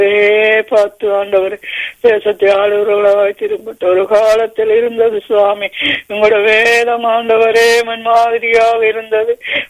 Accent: Sri Lanka; எங்களுடைய தேசம், நாங்கள் பிறந்து வளர்ந்த தேசம் ஆண்டவர், எங்களை மூதாதையர் வாழ்ந்த தேசம்

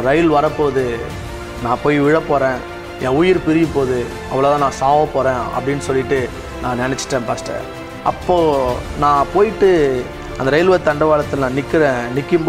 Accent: Vellore district, Tamil Nadu, India; வெள்ளூர் மாவட்டம், பேர்ணம்பட்டுன்ற பகுதியில் நான் இருக்கிறேன். அப்படி இந்த பேர்ணம்பட்டில் பக்கத்தில் கிராமம், ஒரு கிராமத்தில் நான் பிறந்து வளர்ந்தேன். அந்த கிராமத்து பேர் கள்ளிப்பேட்டை. அந்த கிராமத்தில் ஒரு சாதாரண ஒரு குடும்பத்தில் தான் நான் பிறந்து

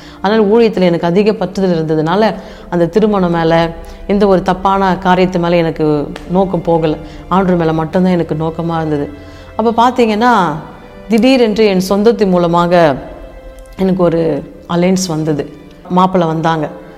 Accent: Chennai, Tamil Nadu, India; moved away as an adult; நான் சென்னையிலே பிறந்து சென்னையிலே வளர்ந்தோம்

